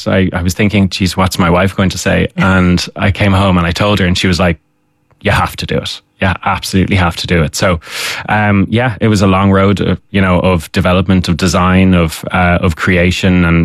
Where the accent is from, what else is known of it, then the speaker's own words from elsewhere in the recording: Dublin, Leinster, Ireland; I grew up in Dublin originally to an Irish-speaking family. My family are originally from Connemara.